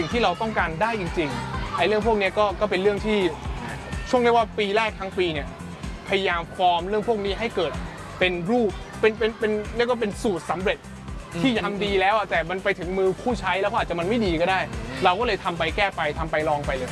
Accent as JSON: {"language": "Thai", "town": "Ko Samui", "region": "Surat Thani", "country": "Thailand", "said": "ผมเองตอนนั้นก็แค่22 23เวลาที่ผมเริ่มตอนนั้นนะแล้วผมเป็นคนชาวสมุยผมต้องเล่าให้พี่ฟังนะผมเป็นชาวสมุยทีนี้สมุยเนี่ยมันเป็นเมืองท่องเที่ยวมันไม่ใช่เมืองของ IT"}